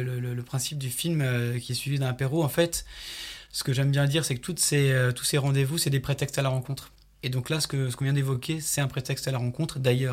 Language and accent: French; Auvergne-Rhône-Alpes, France; Et on nous explique qu'on vient d'Ardèche, de l'Ardèche du Sud, tout ça.